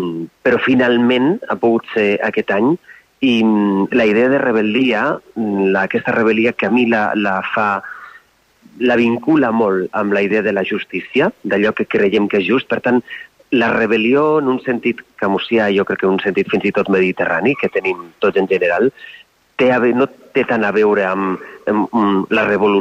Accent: Valencia, Valencian Community, Spain; jo soc de València, per tant reivindico també la mediterraneïtat de la meva terra

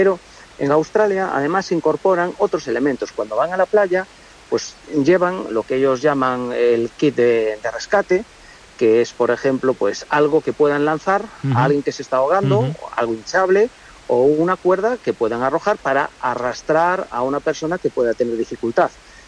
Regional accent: Galicia, Spain; mira, yo soy de Galicia, estamos teniendo temperaturas en Galicia que son, una barbaridad en comparación con la fecha y con otros años.

